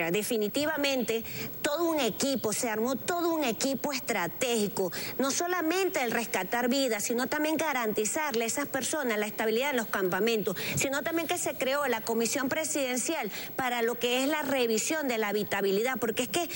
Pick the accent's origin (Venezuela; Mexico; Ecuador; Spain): Venezuela; Yo soy venezolana, así que lo que tengamos que dar, hagámoslo, porque es el momento, sí.